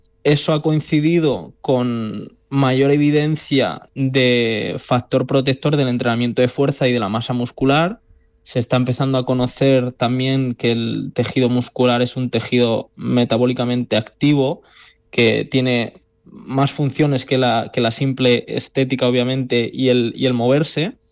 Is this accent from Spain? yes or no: yes; Castilla-La Mancha, Spain; moved away as an adult; now in Melbourne, Australia; volver a mi tierra, aunque sea a través de la radio.